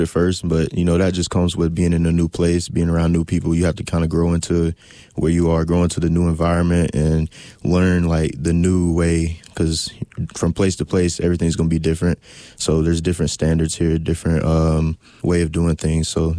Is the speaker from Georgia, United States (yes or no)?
yes; Tallapoosa, Georgia, United States; born there; moved away as an adult; I started playing football when I was 7 years old. Little rec team in my town, Tallapoosa Red Devils.